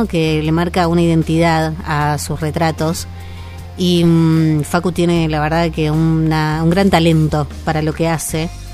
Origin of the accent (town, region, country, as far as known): Argentina